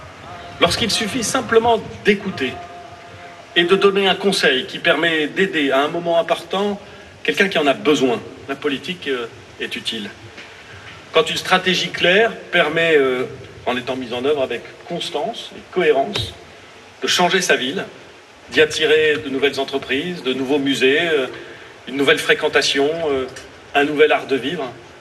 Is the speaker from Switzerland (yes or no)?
no; Hauts-de-France, France; also born or lived in Le Havre; mais aussi parce que moi aussi je suis du Nord. Moitié Havrais, moitié Lillois.